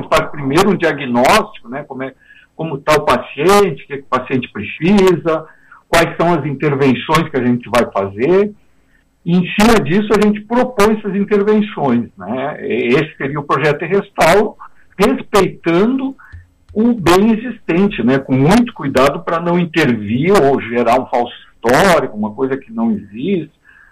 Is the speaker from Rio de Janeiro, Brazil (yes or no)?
no; Porto Alegre, Rio Grande do Sul, Brazil; moved away; Eu venho de Porto Alegre